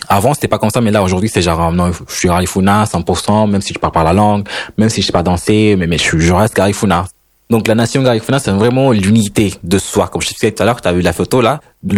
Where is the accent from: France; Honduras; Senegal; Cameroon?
Honduras; moved away; moi, je viens d'Honduras.